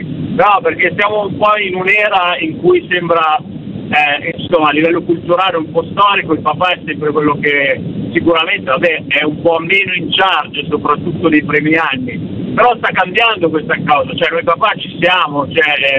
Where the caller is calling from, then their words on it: Milan, Lombardy, Italy; io sono di Milano